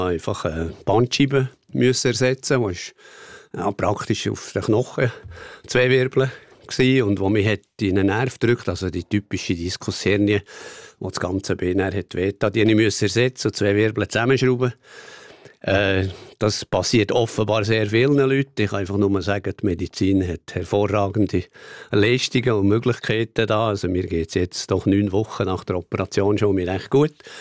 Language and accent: German; Bern, Switzerland; dass wir selbstverständlich ein Wasserkraftwerk als Berner Oberländer viel sympathischer ist als ein KKW.